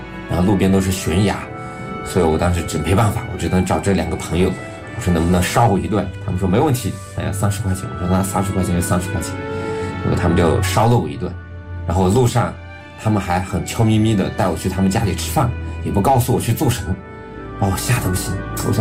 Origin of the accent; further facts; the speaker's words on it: Hengduan Mountains, China; 除了我老家那一段，我老家那个段是自北向南流的，横断山脉那一块。